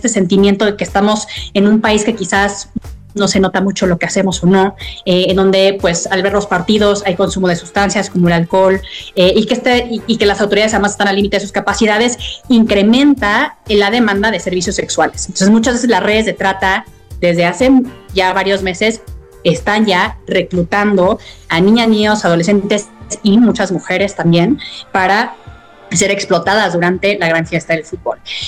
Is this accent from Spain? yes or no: no; Mexico; como mexicanos, como ciudadanos del mundo